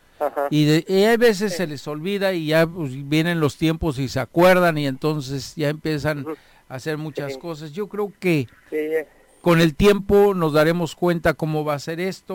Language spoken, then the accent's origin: Spanish; Mexico; creo que nuestra obligación como mexicanos es apoyarla.